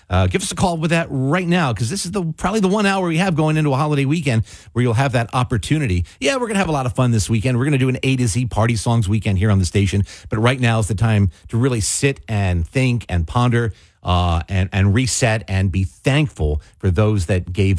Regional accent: Mays Landing, New Jersey, United States; I was in the Cub Scouts growing up in Mays Landing

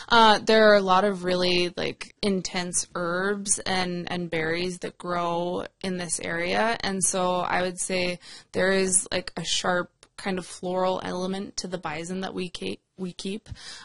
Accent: White Earth Reservation, Minnesota, United States; I grew up on the White Earth Reservation, and so I have a preference.

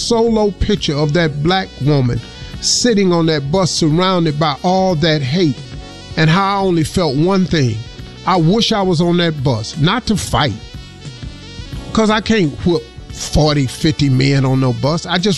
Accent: Welch, West Virginia, United States; I grew up in Welch, West Virginia. I saw colored-only water fountains. I saw colored-only restrooms. I saw Kresge's downtown where blacks couldn't sit at the lunch counters.

